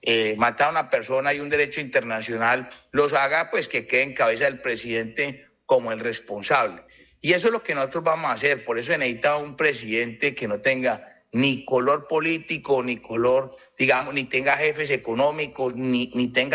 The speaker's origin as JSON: {"language": "Spanish", "country": "Colombia"}